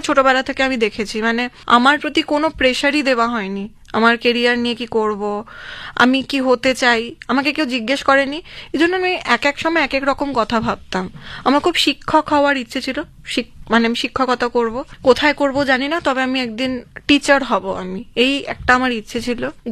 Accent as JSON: {"language": "Bangla", "region": "West Bengal", "country": "India", "first_language": "Bengali", "said": "আমি বাঙালির মেয়ে, আমার মাতৃভাষা বাঙালি মানে বাংলা"}